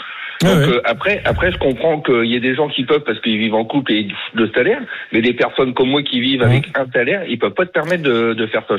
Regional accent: France; Parce que moi, je suis un Français et je préfère payer mes factures et pas partir en week-end, quoi.

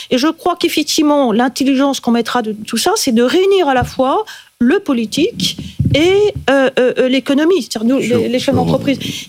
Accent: Île-de-France, France; Quand moi, je viens des Yvelines, l'infrastructure n'est pas terrible.

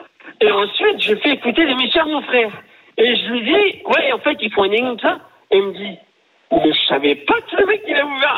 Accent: Hauts-de-France, France; Enfin, avec elle, pardon, hein, je suis du Nord, mais rien de plus.

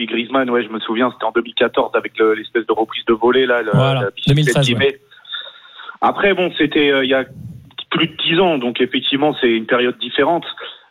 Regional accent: Nantes, Pays de la Loire, France; Moi, en fait, je suis pas de Lyon même, je suis de Nantes

